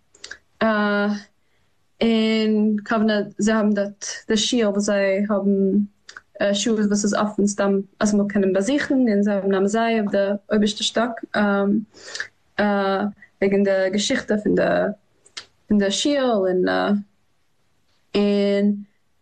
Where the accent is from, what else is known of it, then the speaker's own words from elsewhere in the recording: New York, United States; German is a second language; was ich bin aufgewachsen in New York. Es fühlt sich so groß, wie man dort, aber es ist echt so klein, wenn man geht raus in der Welt, und es fühlt sich, ich bin der Einzige, was redet Jiddisch